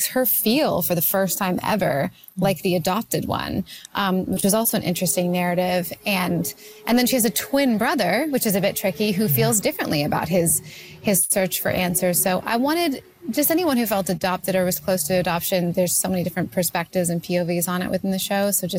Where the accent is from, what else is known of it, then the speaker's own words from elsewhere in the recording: Canada; I am most just always trying to set things in Canada about Canadians because I'm Canadian and like, why not?